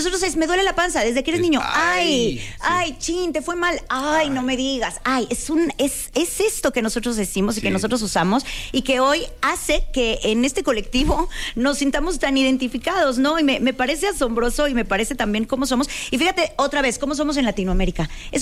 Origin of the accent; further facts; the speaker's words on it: Mexico; Porque así somos los mexicanos.